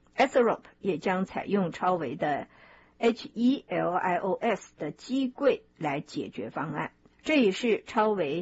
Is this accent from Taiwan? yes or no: yes; Donggang, Pingtung County, Taiwan; now in United States; 每一年我都非常非常怀念我小时候在台湾，从最南部的东港一直到我后来来到美国，看到这里的一些庙会。